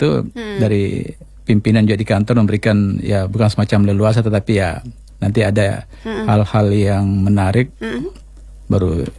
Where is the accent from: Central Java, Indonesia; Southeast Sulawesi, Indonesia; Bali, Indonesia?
Southeast Sulawesi, Indonesia; Jadi, kami besar di Sulawesi Tenggara.